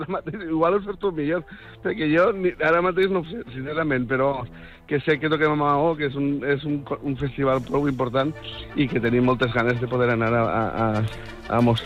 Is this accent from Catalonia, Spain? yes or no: no; Vila-real, Valencian Community, Spain; born there; del meu poble, de Villarreal